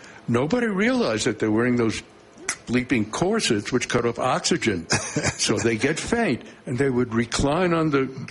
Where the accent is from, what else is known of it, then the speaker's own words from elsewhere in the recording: New York City, New York, United States; moved away; I grew up in New York City, in Brooklyn, New York, I was a little fat Jew boy from New York who listened to folk songs about working in the mine, lived in Greenwich Village